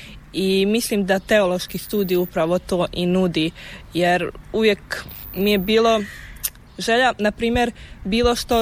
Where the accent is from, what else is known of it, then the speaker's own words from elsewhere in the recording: Donja Mahala, Posavina, Bosnia & Herzegovina; Ja dolazim iz Bosanske Posavine, odnosno iz Donje Mahale kod Orašja.